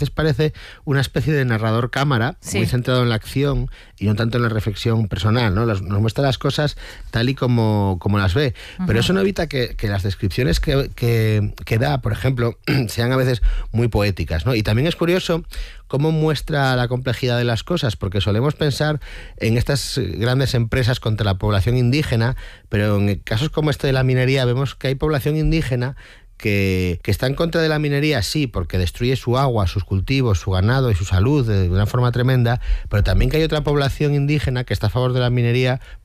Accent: Asturias, Spain; Yo soy asturiano y me da la impresión de que el estado de la extracción minera allí en Bolivia es como el de aquí en el siglo XIX

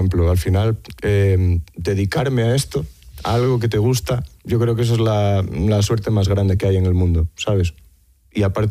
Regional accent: Galicia, Spain; now in Madrid, Spain; en Galicia, en mi tierra

